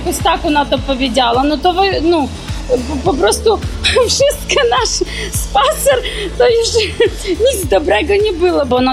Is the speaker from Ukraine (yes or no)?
yes; Ukraine; Polish is a second language; now in Poland; Jestem z Ukrainy.